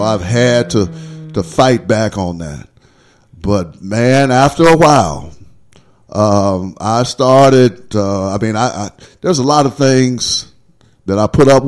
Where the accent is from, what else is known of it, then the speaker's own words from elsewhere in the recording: Berkeley, California, United States; also born or lived in Arkansas; I grew up in Berkeley, but in 65, 66, we moved back to Arkansas and ended up going to a school that was just integrating that year.